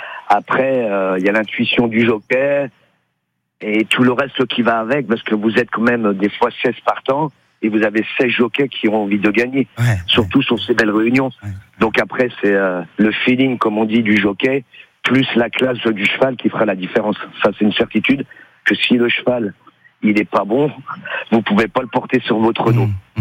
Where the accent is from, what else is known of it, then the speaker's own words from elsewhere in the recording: Nancy, Grand Est, France; moi je suis d'originaire de Nancy, donc je suis né à Nancy, à Villers-les-Nancy, alors que ça s'appelait le Poilu d'Orient. J'avais toute la famille du côté de ma mère qui y habitait.